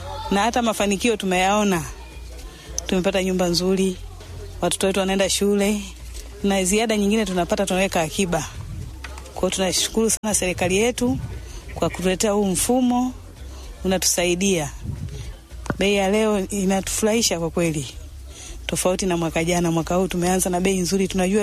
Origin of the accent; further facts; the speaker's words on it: Chirurumo, Songwe, Tanzania; Natokea kijiji cha Chirurumo, wilaya ya Momba, mkoa wa Songwe. Ni mkulima wa zao la ufuta na mazao mengine.